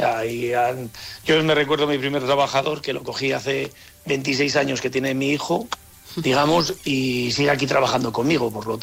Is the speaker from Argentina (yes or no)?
no; La Rioja, Spain; Somos riojanos, siempre lo llevamos en todos los lados